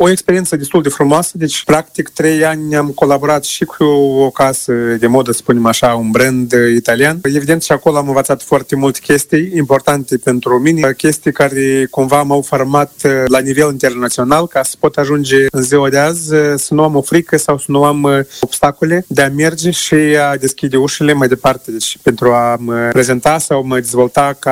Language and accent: Romanian; Moldova; moved away as an adult; now in Spain; Nu sunt italian, sunt moldovean.